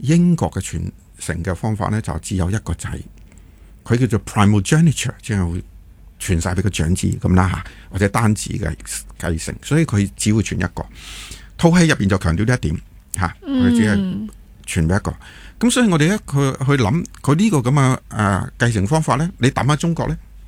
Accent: Hong Kong

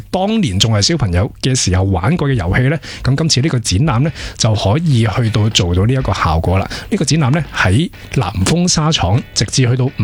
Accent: Hong Kong

